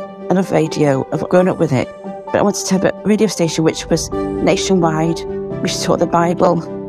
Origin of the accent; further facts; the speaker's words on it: Yorkshire and the Humber, United Kingdom; from Yorkshire.